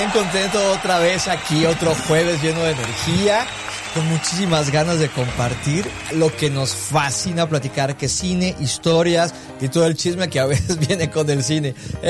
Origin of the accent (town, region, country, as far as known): Mexico